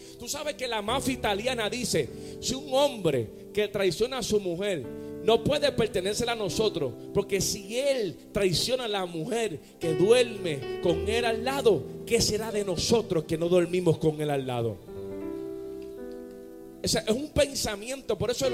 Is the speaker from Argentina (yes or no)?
no; Puerto Rico; moved away; salí de Puerto Rico, iba para Centroamérica.